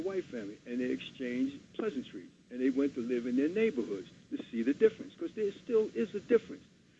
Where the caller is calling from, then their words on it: Newark, New Jersey, United States; Flying in from Newark, New Jersey.